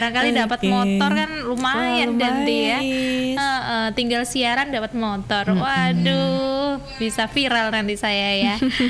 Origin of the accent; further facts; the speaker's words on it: Nganjuk, East Java, Indonesia; Saya kan warga Nganjuk ya